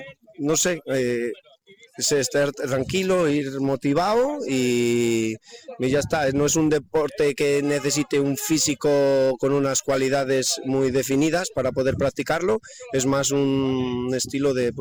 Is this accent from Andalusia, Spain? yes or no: no; Cantabria, Spain; somos de Cantabria, tenemos la campeona de España de esta modalidad